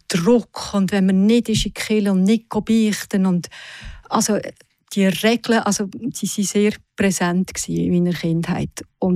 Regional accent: Aargau, Switzerland; born or raised there; also born or lived in Zug

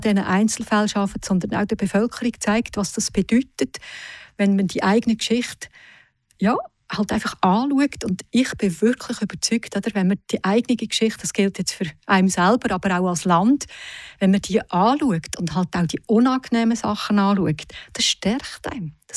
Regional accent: Aargau, Switzerland; born or raised there; also born or lived in Canton of Zug

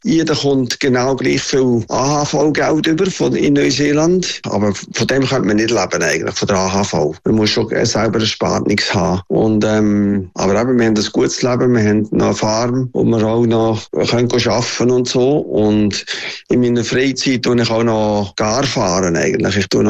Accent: Buttisholz, Lucerne, Switzerland; moved away; Und ich bin im Buddhisholz in einer Garage aufgewachsen und hatte keine Chance gehabt für einen Betrieb überzunehmen in der Schweiz eigentlich.

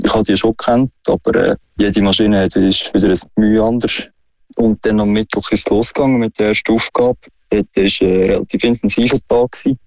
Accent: Switzerland; wir Schweizer

